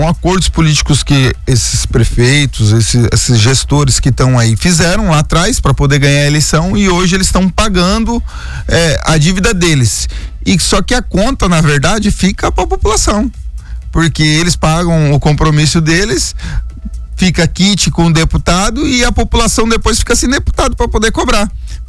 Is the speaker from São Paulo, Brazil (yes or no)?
yes; São Sebastião, São Paulo, Brazil; also born or lived in Caraguatatuba; Eu nasci em Caraguá e fui criado em São Sebastião